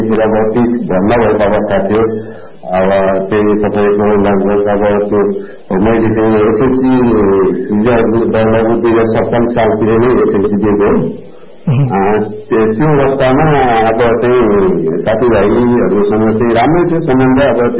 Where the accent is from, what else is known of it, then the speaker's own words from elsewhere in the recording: Khairahani, Bagmati, Nepal; हजुर, बाल्यकालै चितवनमै भयो। आफ्नै समितामै भयो।